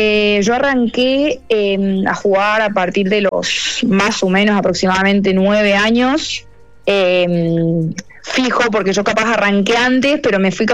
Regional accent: Mendoza, Argentina; now in Buenos Aires, Argentina; mi casa, donde yo nací

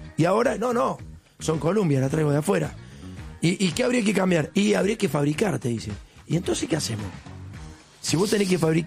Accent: Córdoba, Argentina; Yo vengo de Córdoba y la verdad que no recuerdo.

